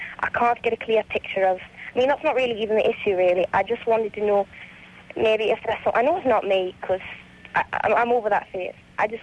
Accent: North East England, United Kingdom; I'm calling from Chicago, but I'm from the northeast of England, and I'm going back tomorrow

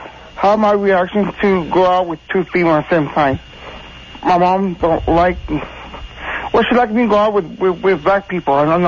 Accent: El Paso, Texas, United States; accent: El Paso accent; now in Albuquerque, United States; Originally from El Paso, Texas, but I moved here already.

